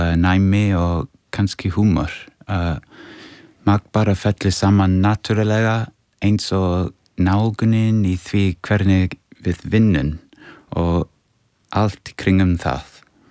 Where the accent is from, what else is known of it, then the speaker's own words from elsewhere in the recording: England, United Kingdom; Icelandic is a second language; now in Iceland; Ég ólst upp á Englandi en ég hef búið á Íslandi síðustu 10 ár. Kom hingað því ég var að vinna með